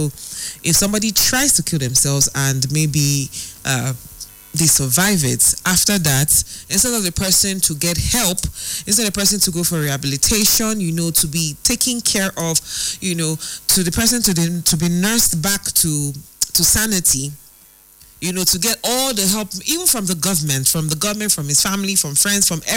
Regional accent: Nigeria; Every day you wake up as a Nigerian

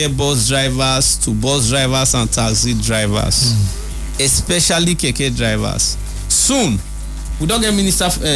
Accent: Delta, Nigeria; When I did Delta State, growing up in Delta, growing up in Uwe, in Efru

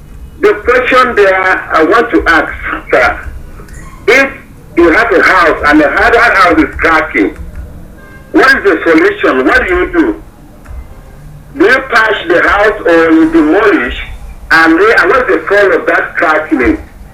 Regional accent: Nigeria

